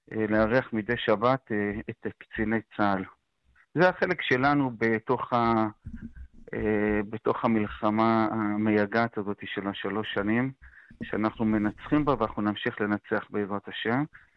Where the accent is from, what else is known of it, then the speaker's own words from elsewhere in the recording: Jerusalem, Jerusalem District, Israel; שאני גדלתי עליהם כירושלמי, בסדר? אני נולדתי בתוך בית קפה, בסדר? בתוך ירושלים, בצדרום של הצדרום, ולימים התאהבתי בהתיישבות